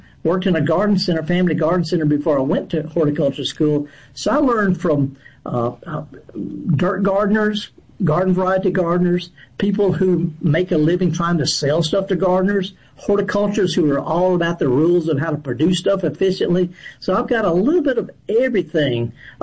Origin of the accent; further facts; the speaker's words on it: Indianola, Mississippi, United States; near my hometown of Indianola, up in the middle of the Delta.